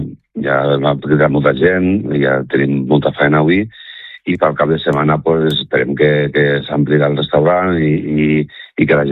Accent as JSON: {"language": "Catalan", "town": "Nules", "region": "Valencian Community", "country": "Spain", "moved": "yes", "lives_now": "Artana, Spain", "said": "soc de Nules i estimo l'agrair de ser de Nules"}